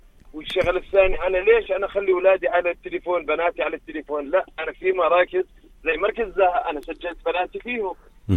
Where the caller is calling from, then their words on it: Jordan; انا من الناس الوحيد يمكن بالاردن ما عندي نت في البيت.